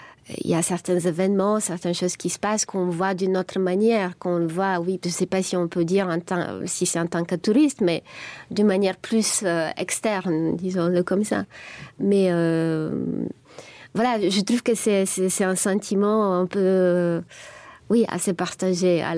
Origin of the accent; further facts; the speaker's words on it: Bulgaria; now in Luxembourg; je suis très, très proche avec ma famille en Bulgarie et j'aimerais bien garder ce contact et j'aimerais bien que ma fille puisse, qu'elle puisse se sentir aussi bulgare que luxembourgeoise. Donc pour moi, c'est très important de créer ce lien avec mon pays.